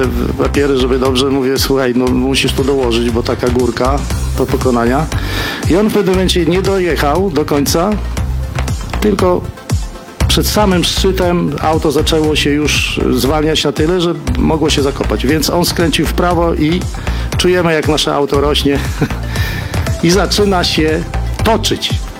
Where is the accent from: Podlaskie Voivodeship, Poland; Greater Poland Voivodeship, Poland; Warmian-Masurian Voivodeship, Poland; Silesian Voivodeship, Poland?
Podlaskie Voivodeship, Poland; Białystok; czyli Białystok Podlaskie, jestem stąd, za każdym razem dumnie wiozę logo, za każdym razem pamiętam o tym, że jestem że mam tu kibiców, że mam tutaj Białostoczan, którzy trzymają mocno kciuki.